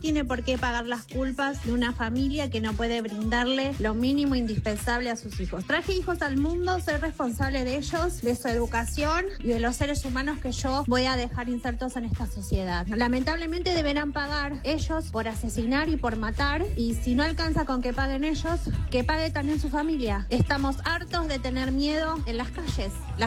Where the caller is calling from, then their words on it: Wilde, Buenos Aires Province, Argentina; de Wilde.